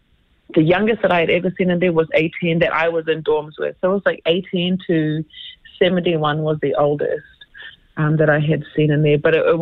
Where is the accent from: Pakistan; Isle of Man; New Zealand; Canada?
New Zealand; now in Wisconsin, United States; I'm from New Zealand, Australian over here.